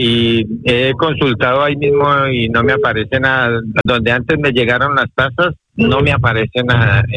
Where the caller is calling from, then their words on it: Torrejón de Ardoz, Community of Madrid, Spain; me comunico de Torrejón.